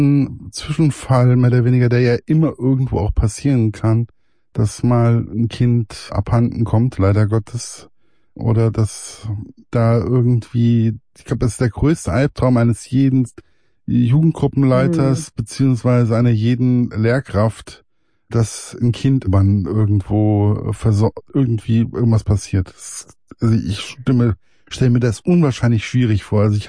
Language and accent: German; Hesse, Germany; bin halt ein Hesse und ein Hesse hat halt mit Prielen nichts zu tun.